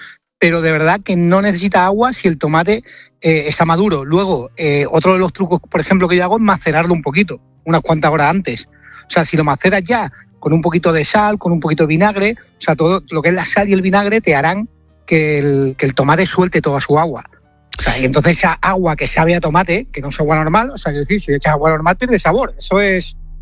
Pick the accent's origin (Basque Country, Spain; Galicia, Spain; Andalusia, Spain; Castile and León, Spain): Andalusia, Spain; Marbella; yo nací en Marbella, Andalucía. O sea, al final es un sitio donde el gazpacho me he criado, básicamente con él.